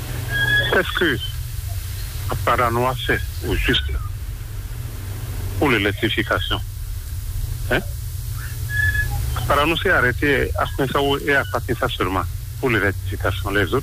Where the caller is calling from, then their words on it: Benin; Je suis à Famin, commune de Bourneau.